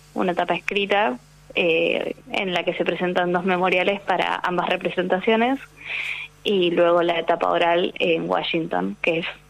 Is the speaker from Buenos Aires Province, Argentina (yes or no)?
yes; Castelar, Buenos Aires Province, Argentina; Yo soy de Castelar. Partido Morón, provincia de Buenos Aires.